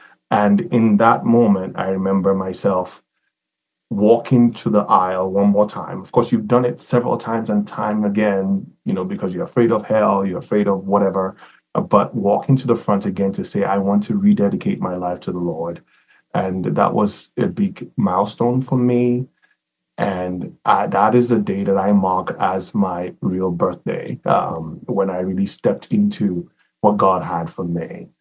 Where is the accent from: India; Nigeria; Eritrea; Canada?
Nigeria; born there; moved away as an adult; also born or lived in Poland; So originally, I was born in Nigeria, and that's West Africa for those who don't know. And as an 18-year-old, I left home